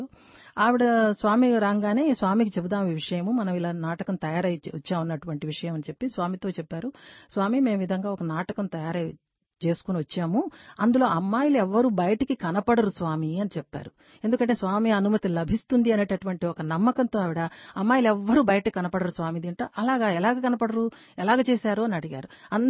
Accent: Andhra Pradesh, India; నేను రాయలసీమ దాన్ని

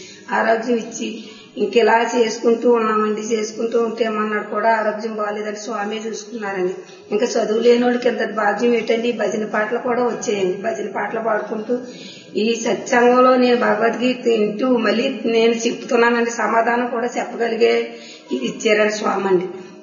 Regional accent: Palamuru, Telangana, India; రమ్మండి, మాది పాలమూరు అండి.

